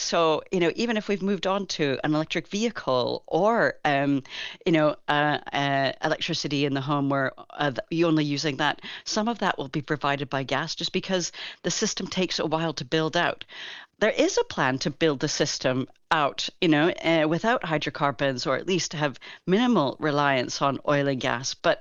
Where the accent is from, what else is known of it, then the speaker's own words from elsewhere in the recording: Kelowna, British Columbia, Canada; And I mean, I'm from Kelowna. I just spoke to my mom in Canada